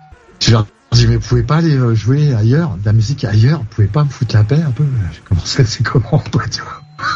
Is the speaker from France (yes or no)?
yes; Paris, Île-de-France, France; C'est-à-dire que comme je suis parisien, le silence, c'est un luxe.